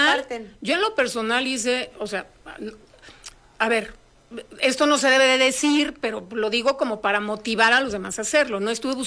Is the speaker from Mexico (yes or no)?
yes; Mexico; a mí como mexicana me llena de orgullo, ¿no?